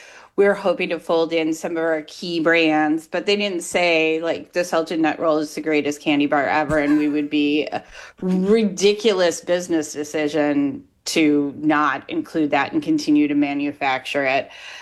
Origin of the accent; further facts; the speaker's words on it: Grand Rapids, Minnesota, United States; growing up in Grand Rapids